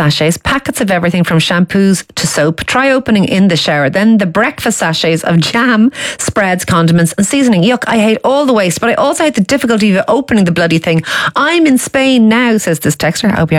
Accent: Leinster, Ireland; I'm from Wicklow. It's because that's for all the Wicklow people so they could understand me.

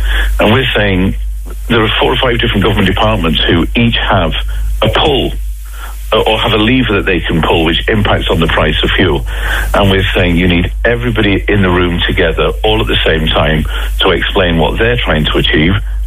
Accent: County Cork, Ireland; despite my funny accent, North Cork is home for me. And my mum doesn't have any of those options around Mallow in North Cork.

